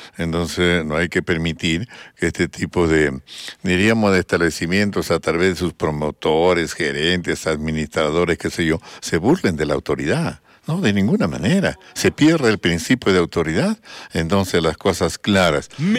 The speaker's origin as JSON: {"language": "Spanish", "region": "Arequipa", "country": "Peru", "said": "Porque somos arequipeños"}